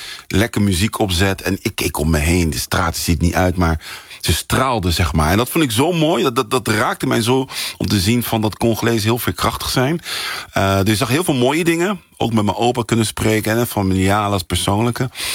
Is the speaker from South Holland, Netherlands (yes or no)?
yes; The Hague, South Holland, Netherlands; born there; accent: Haags; Ik ben zelf in Den Haag geboren. Ik heb een klein Haags accent. Ik hoop dat je het niet te vol hoort.